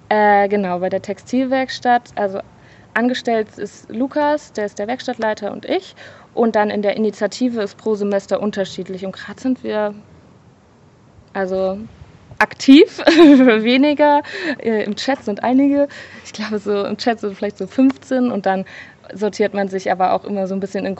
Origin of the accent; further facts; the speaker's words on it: Leipzig, Saxony, Germany; moved away as an adult; now in Weimar, Germany; Nee, in Leipzig habe ich davor studiert. Genau, ich komme auch aus Leipzig.